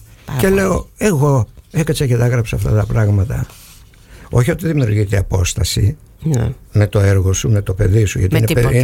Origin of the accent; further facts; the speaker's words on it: Agrinio, Western Greece, Greece; τον τόπο μου εδώ, το Αγρίνιο, το Αγγελόκαστρο, γενικότερα τη Δυτική Ελλάδα.